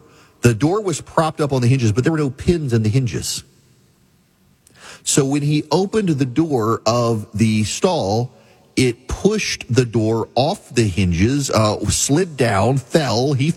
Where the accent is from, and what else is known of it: Louisiana, United States; born or raised there